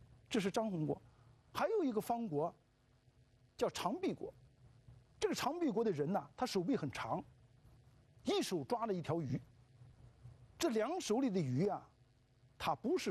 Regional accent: China; 我们中国人

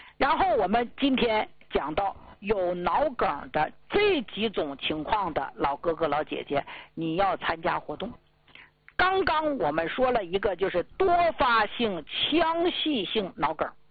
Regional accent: Northeast China, China; 用咱们东北老家话说

